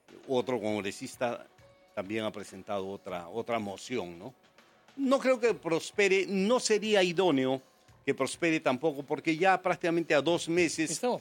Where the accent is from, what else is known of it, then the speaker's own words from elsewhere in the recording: Arequipa, Peru; En Arequipa, en mi pueblo, que es el Valle de Sihuas.